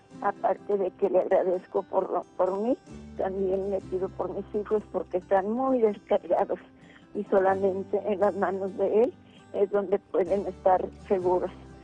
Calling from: Michoacán, Mexico; De Europa, Michoacán.

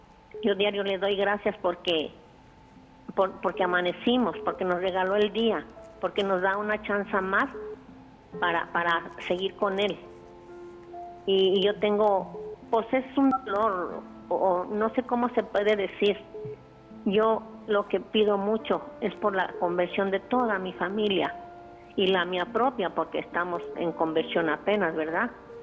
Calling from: Guadalajara, Jalisco, Mexico; de aquí de Guadalajara, de la colonia Santa Cecilia

